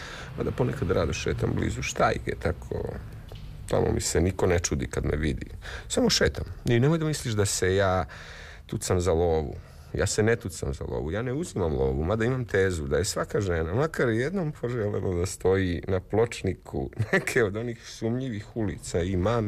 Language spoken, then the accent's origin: Serbian; Belgrade, Serbia; born there; Rođena. Ja sam rođena Beograđanka. Upamti. Beograđanka, četvrta generacija, upamti.